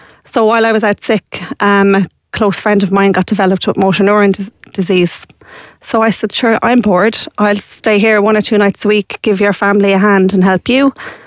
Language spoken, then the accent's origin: English; Shannon, Munster, Ireland; So my godchild did a GoFundMe in my hometown of Shannon in County Clare